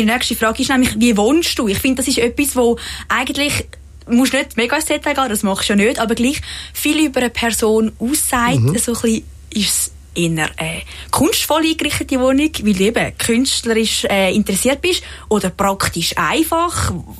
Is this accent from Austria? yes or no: no; Neftenbach, Zurich, Switzerland; born there; Ich bin ja gebürtige Neftenbacherin